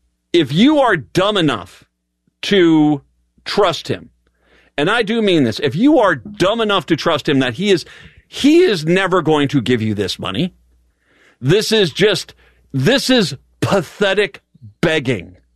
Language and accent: English; East Coast, United States; I grew up on the East Coast. Lamb, we used to have lamb all the time.